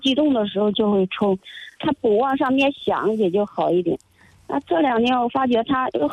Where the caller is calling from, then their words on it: Lianyungang, Jiangsu, China; 连云港的。